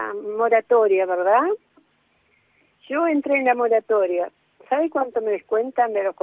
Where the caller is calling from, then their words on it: Viedma, Río Negro, Argentina